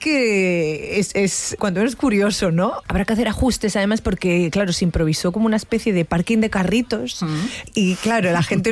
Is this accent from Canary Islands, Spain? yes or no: yes; Canary Islands, Spain; yo soy canaria